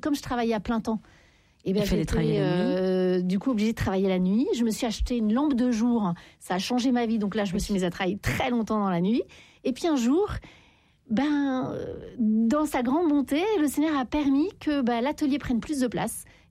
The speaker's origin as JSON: {"language": "French", "town": "Paris", "region": "Île-de-France", "country": "France", "said": "Parfois vous savez, moi je suis parisienne, on râle beaucoup, les gens sont pas sympas parfois dans le métro."}